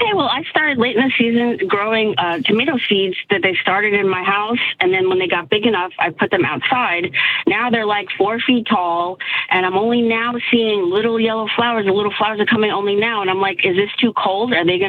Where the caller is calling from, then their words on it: Long Beach Island, New Jersey, United States; Hi, I'm calling from Long Beach Island, New Jersey.